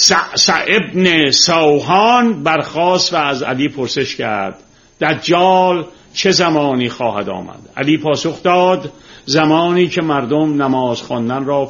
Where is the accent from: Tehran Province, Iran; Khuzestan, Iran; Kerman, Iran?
Tehran Province, Iran; Tehran; من روزی که خیابون و کوچه های تهران رو تیر میذاشتم که سیم برق بکشن یادمه.